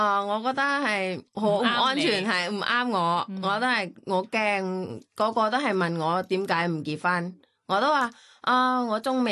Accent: Bangkok, Thailand; Cantonese is a second language; 因为我嚟自曼谷长大嘅、

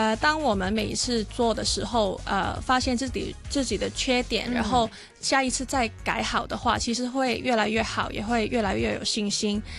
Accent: Hong Kong; 可是我们也是香港人，我们也是香港球迷，

